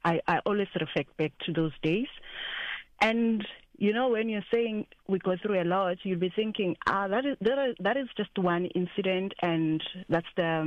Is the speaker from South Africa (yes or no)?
yes; Machadodorp, Mpumalanga, South Africa; born there; now in Richards Bay, South Africa; I am a woman from Mpumalanga. I was born in Machadodorp in Mpumalanga. I'm currently residing in KZN in Richards Bay.